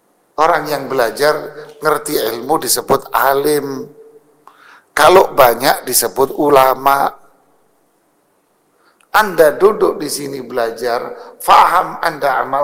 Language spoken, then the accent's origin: Indonesian; Bangil, East Java, Indonesia; Saya tahu masih kecil dulu di Bangil. Ya, saya orang Bangil, Mas.